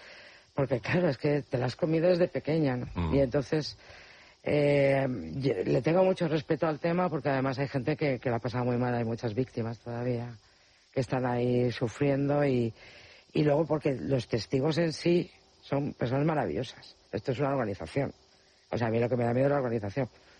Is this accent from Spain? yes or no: yes; Spain; está en nuestra forma de ser como españoles.